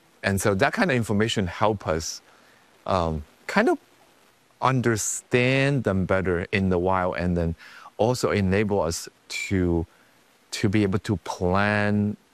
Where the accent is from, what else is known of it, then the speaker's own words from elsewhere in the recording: Southwest China, China; So I grew up in Southwest China. I was born in a city not directly inside the panda habitat, but maybe a couple hours away by train.